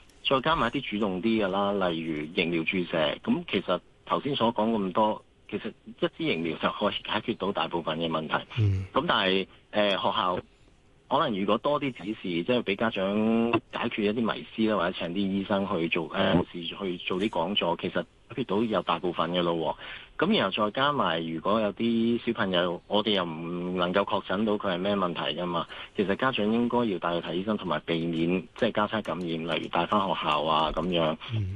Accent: Hong Kong; 我哋港人

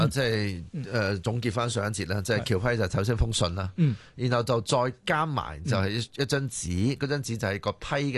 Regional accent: Kowloon, Hong Kong; 其实我细个时候咧，我喺九龙城长大

